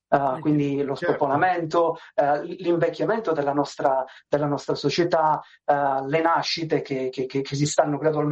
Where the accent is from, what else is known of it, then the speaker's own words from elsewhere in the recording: Calabria, Italy; moved away; io da buon calabrese tocco con mano ogni volta, tutte le volte che ritorno nella mia regione, questa realtà.